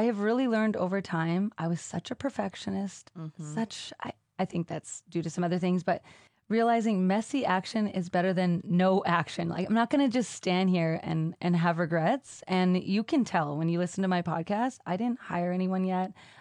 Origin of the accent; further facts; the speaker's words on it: Thunder Bay, Ontario, Canada; moved away; I grew up in Thunder Bay. We call them camps.